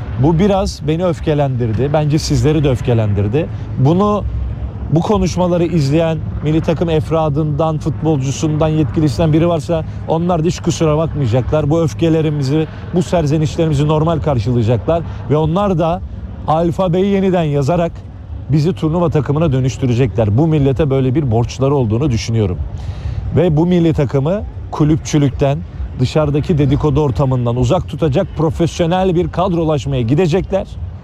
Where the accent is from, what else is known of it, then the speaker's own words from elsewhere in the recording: Erzurum, Turkey; biz Erzurum'da bir laf vardır.